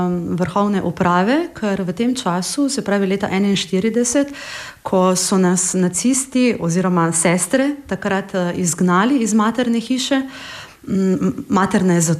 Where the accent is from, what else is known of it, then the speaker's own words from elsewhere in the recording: Ptuj, Drava, Slovenia; now in Maribor, Slovenia; Ja, tako, sem Ptujčanka, ponosna Ptujčanka na svoje mesto.